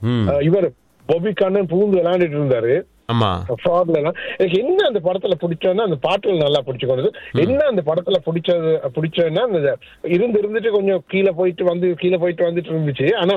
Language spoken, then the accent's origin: Tamil; Sri Lanka; born there